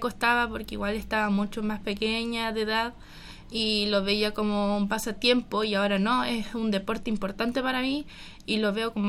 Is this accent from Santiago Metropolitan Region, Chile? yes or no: no; Tomé, Biobío, Chile; Soy del Cerro al Santo, del sector 3.